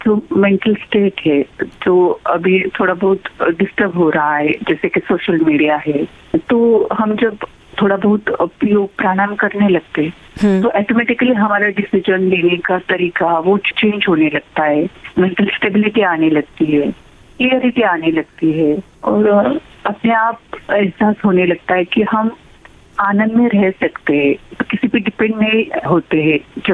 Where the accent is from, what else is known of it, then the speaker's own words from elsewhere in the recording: Rajgurunagar, Maharashtra, India; मैं पुणे से हूँ, राजगुरु नगर।